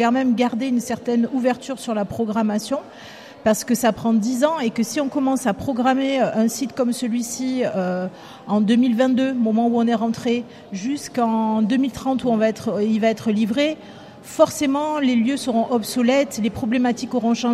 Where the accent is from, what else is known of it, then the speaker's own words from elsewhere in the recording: Marseille, Provence-Alpes-Côte d'Azur, France; je suis marseillaise